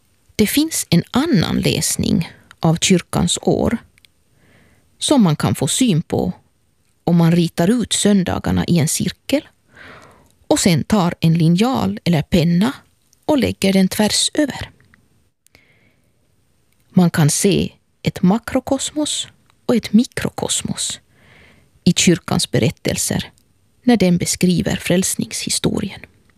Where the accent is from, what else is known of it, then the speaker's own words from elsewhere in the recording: Helsinki, Uusimaa, Finland; och jag är från Helsingfors.